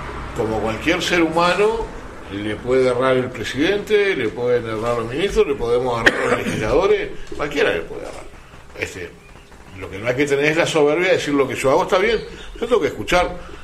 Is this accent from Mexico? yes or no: no; Uruguay; no es como algunos uruguayos creen que somos una cosa aparte en el mundo.